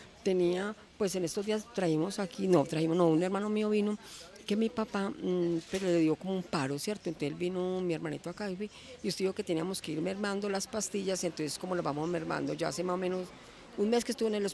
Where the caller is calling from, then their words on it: Santa Fe de Antioquia, Antioquia, Colombia; Soy de Santa Fe de Antioquia